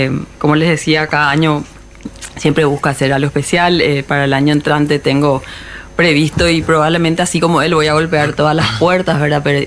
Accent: Paraguay; todo lo que como paraguayos siempre decimos que tenemos.

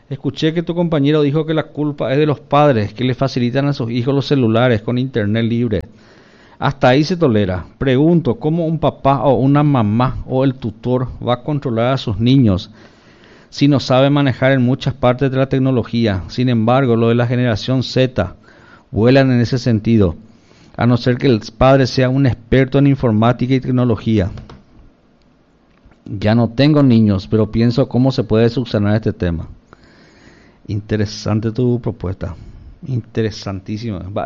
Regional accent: Paraguay; Y sí, pero como buen paraguayo, ¿no?

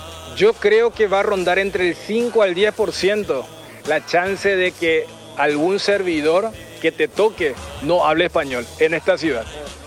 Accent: Paraguay

